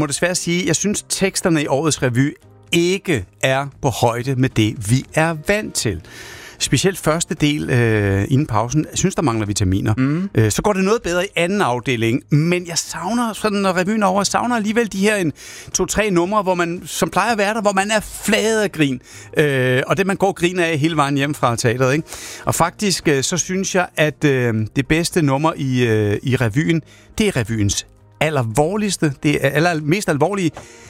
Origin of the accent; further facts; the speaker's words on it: Zealand, Denmark; Vi er fra Falster.